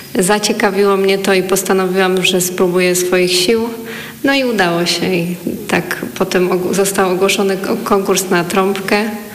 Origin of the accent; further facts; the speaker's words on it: Toruń, Kuyavian-Pomeranian Voivodeship, Poland; Ja pochodzę z pięknego miasta, z Torunia, który cały czas chętnie odwiedzam i czasami jeszcze mi tęskno do Torunia.